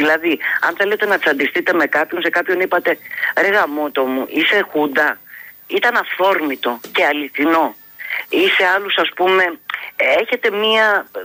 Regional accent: Kefalonia, Ionian Islands, Greece; είμαι από την Κεφαλονιά, από το Ιόνιο.

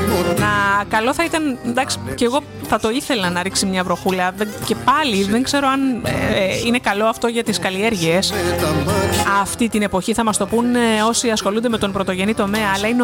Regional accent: Central Greece, Greece; moved away; Μου λέγανε και οι δικοί μου χθες εκεί στη στερεά Ελλάδα, στα μέρη μας.

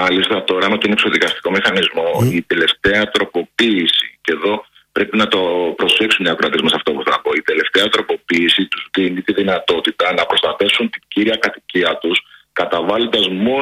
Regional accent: Kardamyli, Peloponnese, Greece; Σας περιμένω και στο χωριό μου στην Καρδαμίλη, στη Μάνη

